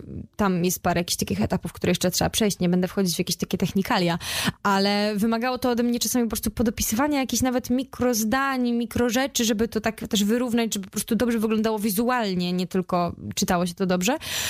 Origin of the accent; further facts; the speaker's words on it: Opole, Opole Voivodeship, Poland; bo ja jestem Opolanką